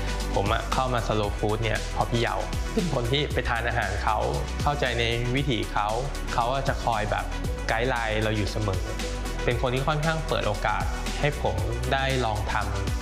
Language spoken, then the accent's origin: Thai; Bangkok, Thailand; moved away as an adult; now in Chiang Mai, Thailand; ผมมาจากกรุงเทพ